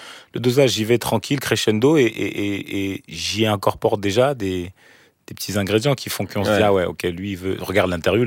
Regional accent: Cameroon; Et je suis camerounais, frérot. Je suis camerounais, petit.

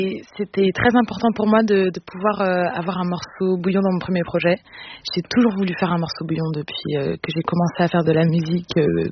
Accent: Guadeloupe, France; quand j'allais aux Antilles, en Guadeloupe notamment, parce que je suis guadeloupéenne.

